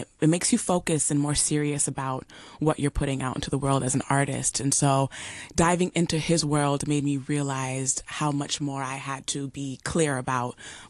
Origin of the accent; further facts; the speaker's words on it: Jamaica; I'm Jamaican, so I love cooking Jamaican food.